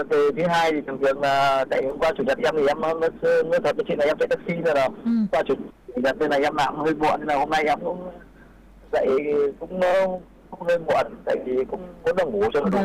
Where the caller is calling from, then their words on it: Hai Phong, Vietnam; đến từ Hải Phòng ạ. Em thì ở với An Khánh An Lão.